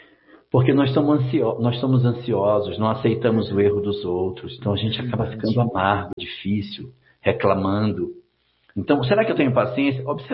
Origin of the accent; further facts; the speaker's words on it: Cacoal, Rondônia, Brazil; Cacoal, cidade linda, cheia de jardins belíssimos.